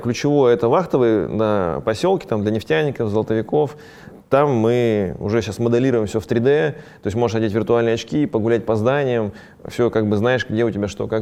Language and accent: Russian; Semey, Abai Region, Kazakhstan; born there; я вообще родился в Казахстане, там, в городе Семипалатинск, там, да, и это был очень маленький городок, где был всесоюзный полигон ядерных испытаний был, то есть не самое благоприятное место, где можно было бы вообще родиться и развиваться.